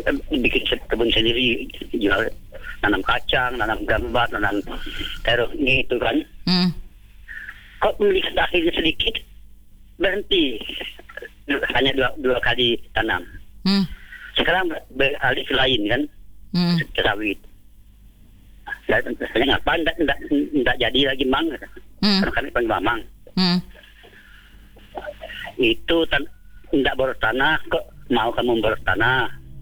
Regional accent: Kalimantan, Indonesia; di kami di Kalimantan ini

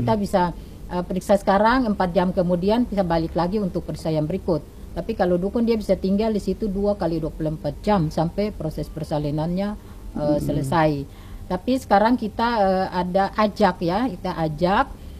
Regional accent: Maluku, Indonesia; Itu menurut kita orang Maluku ya.

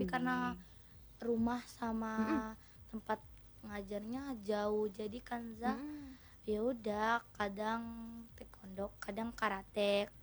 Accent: Bengkulu, Indonesia; born there; Iya, Bengkulu.

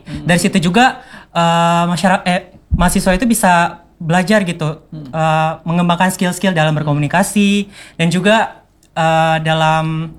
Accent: Central Kalimantan, Indonesia; saya orang Bartim juga. Ya, jadi kalau soal perjalanan kesananya sudah terbiasa

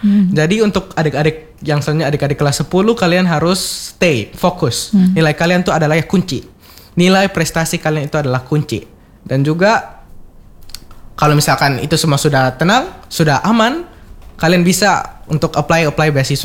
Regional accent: Alor, East Nusa Tenggara, Indonesia; apalagi kalian yang dari NTT, saya asli NTT, orang alor, itu saya saja bisa lolos

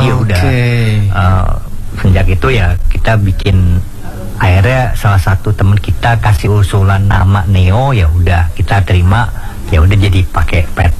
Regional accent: South Jakarta, Jakarta, Indonesia; Iya, jadi susah karena kita anak Jaksel gitu.

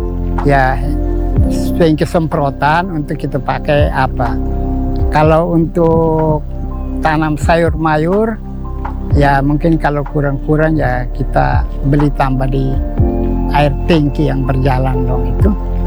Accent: Kefamenanu, East Nusa Tenggara, Indonesia; Jadi kami kebetulan ya dari Kefa datang, kami tidak punya lahan apa-apa, sementara kami punya ya keluarga bersaudara yang pendatang ini

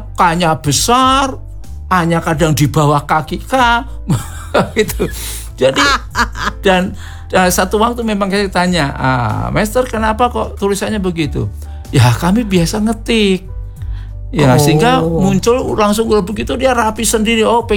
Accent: Java, Indonesia; seperti saya orang Jawa, istri saya orang Ambon.

